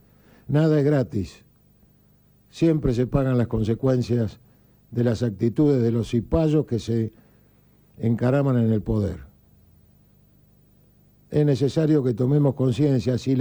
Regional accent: Argentina; A ver si nos empezamos a comportar como argentinos, si empezamos a sentir orgullo del suelo que pisamos

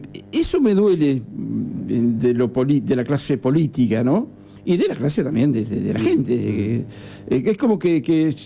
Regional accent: Ayacucho, Buenos Aires Province, Argentina; moved away; Yo adoro a mi pueblo, ¿no? Ayacucho.

